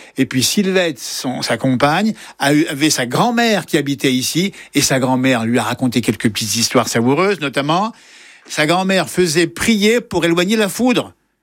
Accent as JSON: {"language": "French", "town": "Doussard", "region": "Auvergne-Rhône-Alpes", "country": "France", "said": "Je viens de Doussard. Ma femme est d'ici."}